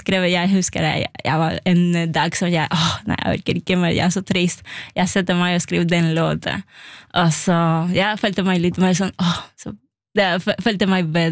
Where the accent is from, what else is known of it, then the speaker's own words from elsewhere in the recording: Cuba; Norwegian is a second language; moved away as an adult; now in Norway; jeg studerte klassisk musikk på Cuba for 10 år